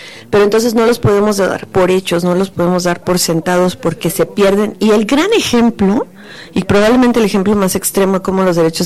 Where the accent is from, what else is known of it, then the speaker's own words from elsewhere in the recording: Mexico; como ciudadanas mexicanas, como ciudadanos mexicanos